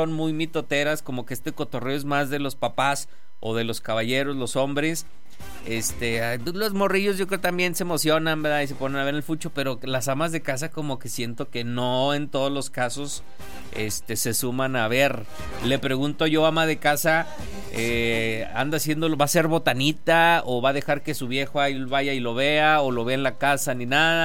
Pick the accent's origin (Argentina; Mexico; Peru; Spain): Mexico; así somos los mexicanos, oiga.